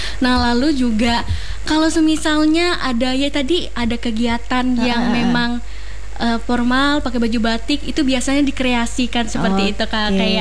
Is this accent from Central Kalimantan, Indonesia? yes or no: yes; Seruyan, Central Kalimantan, Indonesia; now in Palangka Raya, Indonesia; Kalau aku dari Surian asalnya